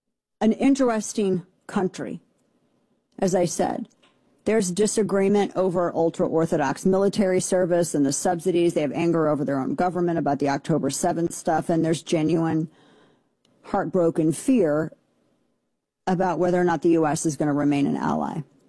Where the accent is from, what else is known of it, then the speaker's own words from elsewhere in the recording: United States; as an American